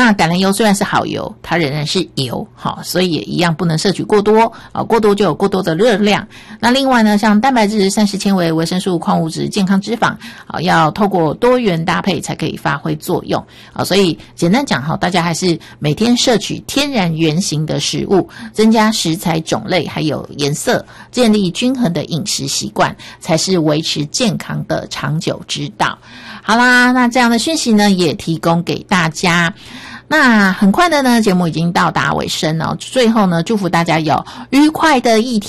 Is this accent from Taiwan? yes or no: yes; Taiwan; 我们台湾这边